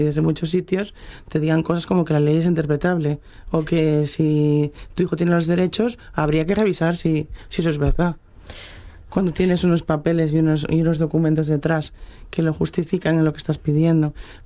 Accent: Navia, Asturias, Spain; Yo vengo de Navia.

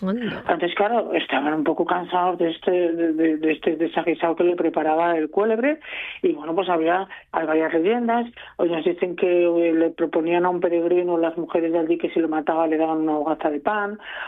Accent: Castile, Spain; que yo pronuncio muy mal la X, que es como buena castellana, tenéis que perdonarme

